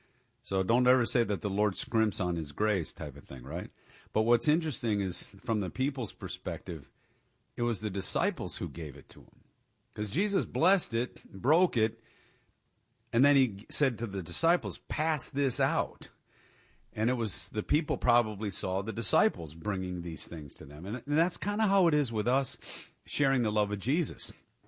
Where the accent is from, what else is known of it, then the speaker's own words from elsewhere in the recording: Detroit, Michigan, United States; I know a lot of these cities better than I knew the city I grew up in Detroit